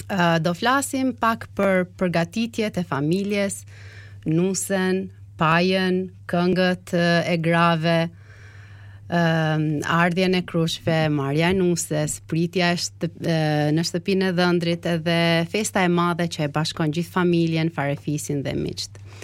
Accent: Has, Kukës County, Albania; Unë jam nga Veriu i Shqipëris, nga Hasi

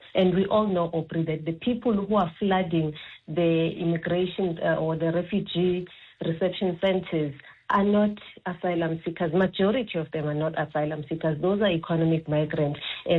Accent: South Africa; South Africans are angry because of exactly that, to say we South Africans have become refugees in our own countries

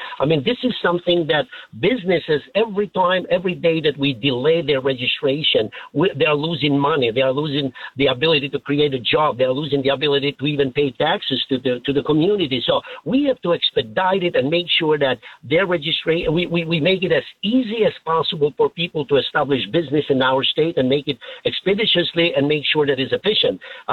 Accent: Albania; English is a second language; now in United States; I was born and raised in a communist Albania. I came to the United States as a refugee with my family. I didn't speak a word of English at that time.

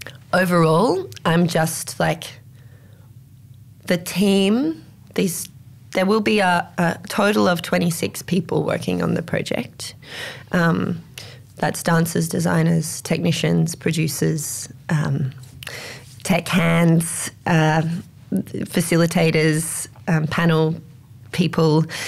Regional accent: Alice Springs, Northern Territory, Australia; also born or lived in Germany; when I come back to my home, because I was born and raised here in Alice

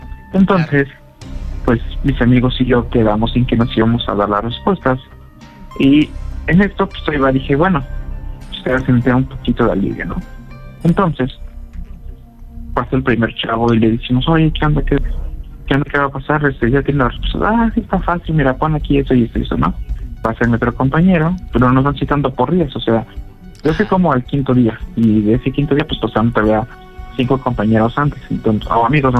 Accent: Puebla, Mexico; Oye, del estado, soy del estado de aquí de Puebla y prácticamente tengo lo que son 28 años de edad, recién cumplidos.

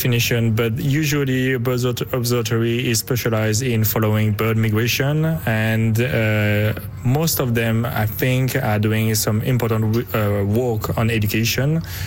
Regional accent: France; English is a second language; moved away as an adult; now in Tadoussac, Canada; I'm the director of the Tadoussac Bird Observatory, and I'm originally from France, which you can maybe heard from my accent, but I live in the Tadoussac region, Excuma, for over 5 years now.

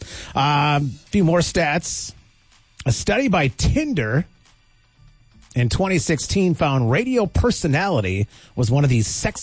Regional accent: Hibbing, Minnesota, United States; now in Duluth, United States; I grew up in Hibbing.

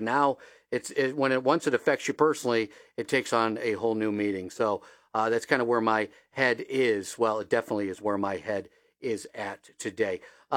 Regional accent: Toledo, Ohio, United States; moved away; Toledo, Ohio, and my hometown.

